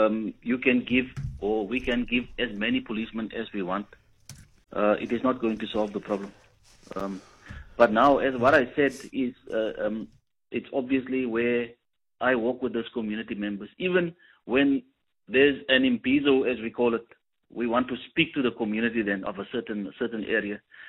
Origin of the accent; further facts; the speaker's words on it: Cape Town, Western Cape, South Africa; I grew up in Plainfield.